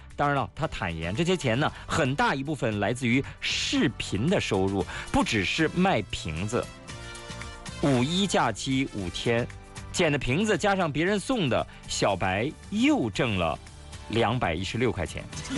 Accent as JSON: {"language": "Chinese", "region": "Shanxi", "country": "China", "tie": "born or raised there", "said": "把目光投向我的老家山西啊。"}